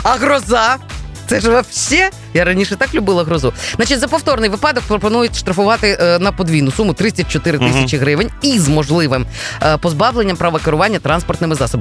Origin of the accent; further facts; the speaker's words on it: Kyiv, Ukraine; Це от в Києві це страшно мені, як киянка